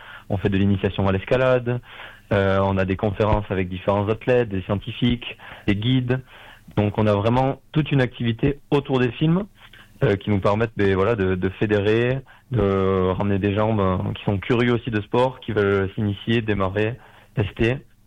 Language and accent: French; Bagnères-de-Bigorre, Occitanie, France; On est natifs de Bagnères tous les trois.